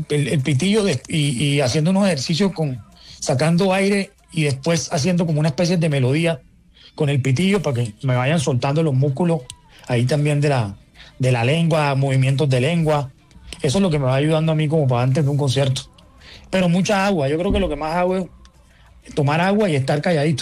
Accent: Cartagena, Bolívar, Colombia; pelados que llegaron de Bucaramanga, del eje cafetero, de la costa, como yo que llegué de Cartagena, de muchas partes

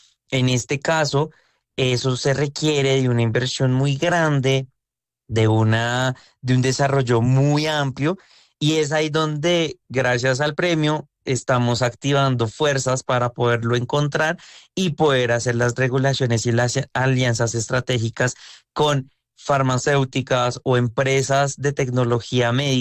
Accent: Colombia; como buen colombiano, recursivos e ingeniosos, desarrollamos esa tecnología desde aquí, desde Colombia

